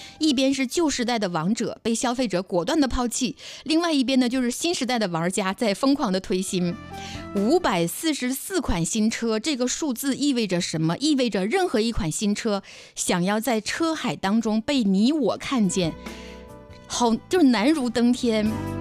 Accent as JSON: {"language": "Chinese", "country": "China", "said": "我们中国人"}